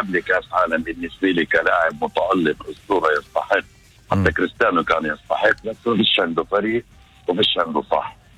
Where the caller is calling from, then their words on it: Majd al-Krum, Northern District, Israel; مجني كروم.